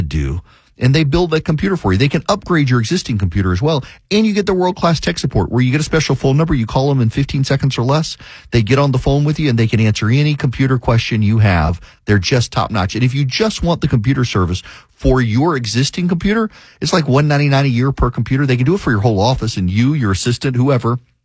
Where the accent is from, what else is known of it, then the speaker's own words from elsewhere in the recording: Louisiana, United States; Paul Harvey had the stronger signal growing up in Louisiana. WYNK or anyway in Baton Rouge, he was on the country station